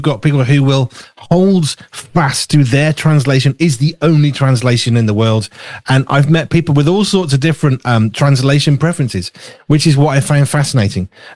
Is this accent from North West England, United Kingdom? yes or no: no; Wolverhampton, West Midlands, United Kingdom; accent: Black Country; I mean, I grew up in Wolverhampton in the Midlands, not far from Birmingham. Went up to Manchester. It's not even 2 hours in the car, and yet the young people couldn't understand a single word I was saying.